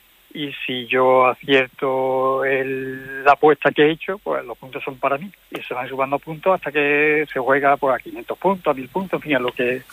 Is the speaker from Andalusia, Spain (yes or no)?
yes; Córdoba, Andalusia, Spain; now in Granada, Spain; Yo soy de Córdoba, pero estoy oyendo desde un pueblecito de Granada.